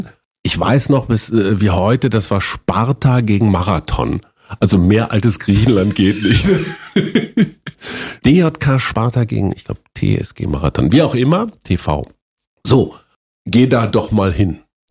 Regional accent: Münster, North Rhine-Westphalia, Germany; in Münster, meiner Heimatstadt in Westfalen, lagen direkt gegenüber vom Verlagsgebäude der Münsterischen Zeitung.

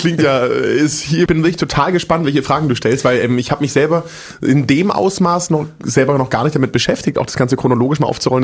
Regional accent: Großbottwar, Baden-Württemberg, Germany; born there; also born or lived in Stuttgart / Frankfurt; ich bin in Stuttgart geboren, bei so einem Kaff aufgewachsen, das heißt Großbottwar. Mhm. Also will ich da wohnen, was wohnen da 10, 15.000 Leute vielleicht. Bin da mit meiner Family groß geworden, bis ich 10 war.

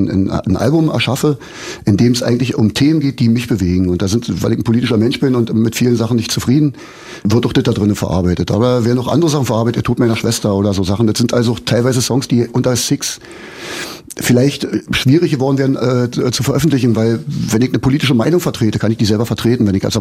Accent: Brandenburg, Germany; Aber schon ein Grund mehr zu sagen, wir kommen aus Brandenburg.

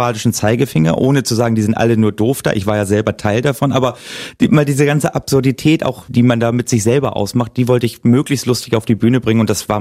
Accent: Oldenburg, Lower Saxony, Germany; Ich komme aus Oldenburg, Niedersachsen.

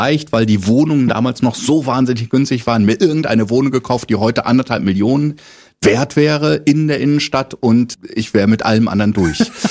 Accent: Lower Saxony, Germany

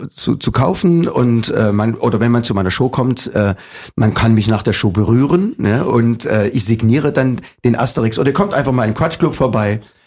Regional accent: Leipzig, Saxony, Germany; accent: Saxon; Ich bin gebürtiger Leipziger

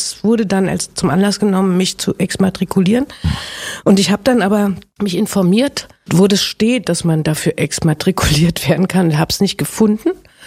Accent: Berlin, Germany; aber auf jeden Fall sind wir sehr nah voneinander und auch vom Stadion in der alten Försterei aufgewachsen.

